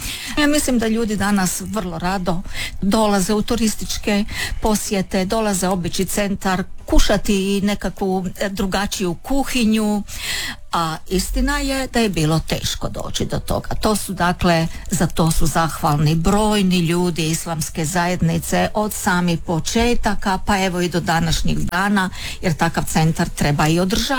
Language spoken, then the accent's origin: Croatian; Rijeka, Primorje-Gorski Kotar County, Croatia; kada sam rođena u Rijeci i odrastala